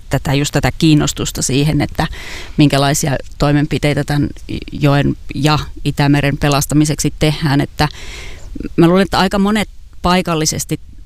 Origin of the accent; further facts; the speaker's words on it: Northern Finland, Finland; mä oon siis kotoisin tuolta vähän pohjoisempaa